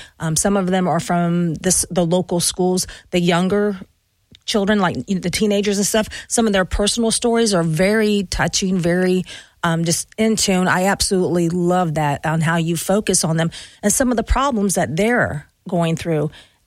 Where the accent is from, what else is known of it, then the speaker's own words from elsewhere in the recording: Beavercreek, Ohio, United States; I'm from Beaver Creek, Ohio.